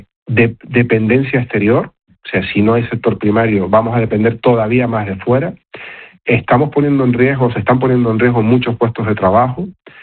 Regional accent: Canary Islands, Spain; como canarios debemos sentirnos muy defraudados

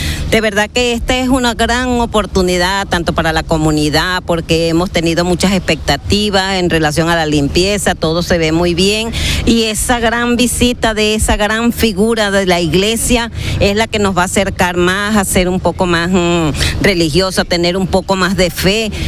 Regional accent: Venezuela; Yo soy venezolana, estoy acá desde noviembre

